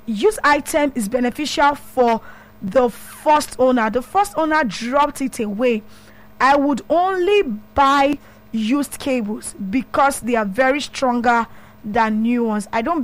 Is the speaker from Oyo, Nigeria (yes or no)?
yes; Ibadan, Oyo, Nigeria; I'm from Ibadan.